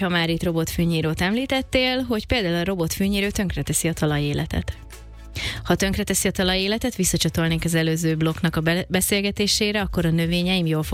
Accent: Budapest, Hungary; a 16. kerületben a Sashalmon nőttem föl, ott a Havashalom utca tanácspark

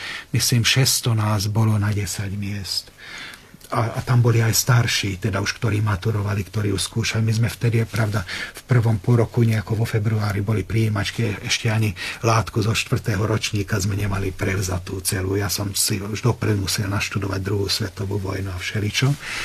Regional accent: Hungary; also born or lived in Bratislava, Slovakia; ako bolo doma v Maďarsku.

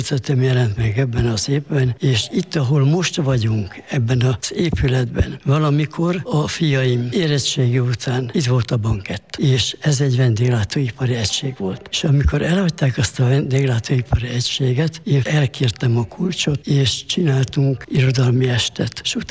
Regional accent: Zajk, Zala, Hungary; moved away as an adult; also born or lived in Nagykanizsa; now in Budapest, Hungary; Zala volt az első otthonom, tehát ott nőttem fel

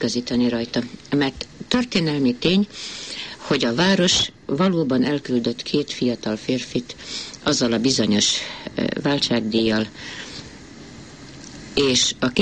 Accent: Debrecen, Hajdú-Bihar, Hungary; born there; magyar vagyok, és nagyon ragaszkodom a szülővárosomhoz.

